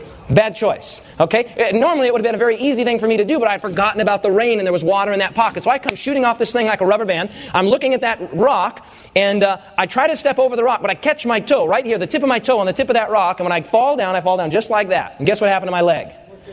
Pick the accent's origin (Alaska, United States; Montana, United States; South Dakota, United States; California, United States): South Dakota, United States; Rapid City; I was from Rapid City, South Dakota.